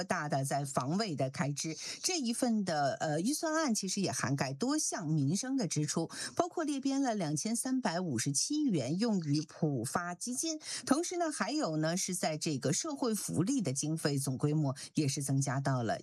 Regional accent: China

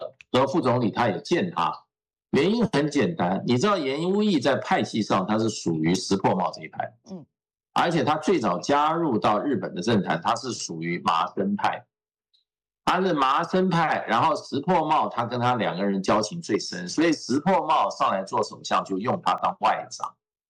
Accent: China

